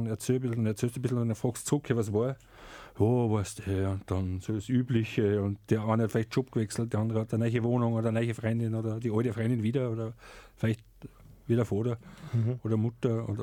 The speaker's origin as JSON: {"language": "German", "country": "Austria", "said": "weil es ist super schön bei uns in Österreich."}